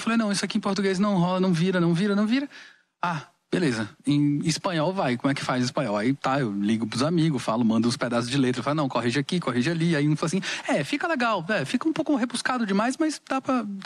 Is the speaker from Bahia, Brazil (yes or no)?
yes; Salvador, Bahia, Brazil; moved away; Todo disco que eu, toda leva, toda safra de música que eu componho tem alguma coisa de Bahia. Eu acho que porque eu tô muito tempo também longe, né, de Salvador.